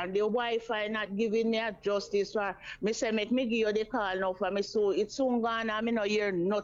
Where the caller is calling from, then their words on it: Kingston, Jamaica; And I'm calling from Abbeville in Kingston 17.